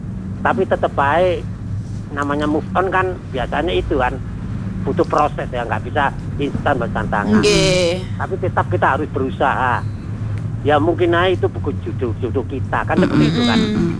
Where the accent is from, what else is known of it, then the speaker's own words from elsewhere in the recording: Surabaya, East Java, Indonesia; Soalnya aku kan arek asli Surabaya.